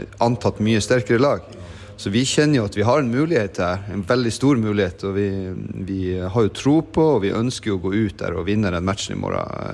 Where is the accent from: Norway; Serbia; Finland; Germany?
Norway; now in Sweden